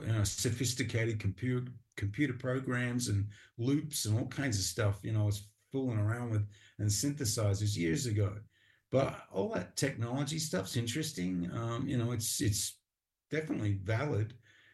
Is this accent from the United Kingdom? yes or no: no; Perth, Western Australia, Australia; I remember very clearly, you know, as a little kid growing up in Perth in Western Australia, Mum gave me a little transistor radio, and I used to put it under my pillow at night.